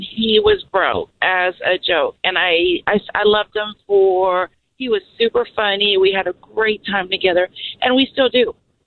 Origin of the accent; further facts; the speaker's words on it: Guatemala; I may not sound like it, but I am Latina from Guatemala.